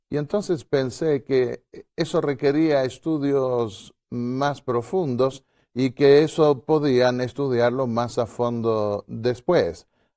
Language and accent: Spanish; Argentina; born there; Nací en Argentina, pero trabajé en Uruguay, mi madre era uruguaya y pude sacar también mi ciudadanía uruguaya.